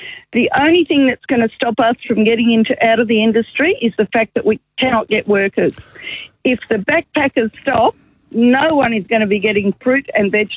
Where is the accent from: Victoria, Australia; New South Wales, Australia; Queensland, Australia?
Victoria, Australia; Mildura; I'm a farmer from Mildura.